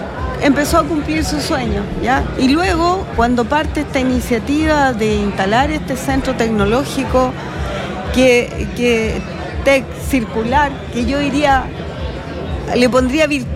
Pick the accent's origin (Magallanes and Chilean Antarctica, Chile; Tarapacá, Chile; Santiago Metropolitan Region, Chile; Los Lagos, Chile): Tarapacá, Chile; Iquique; Los que somos tarapaqueños, iquiqueños de corazón